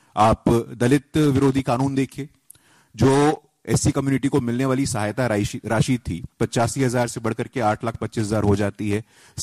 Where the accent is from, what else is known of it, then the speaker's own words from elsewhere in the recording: Bihar, India; मैं बिहार का रहने वाला हूं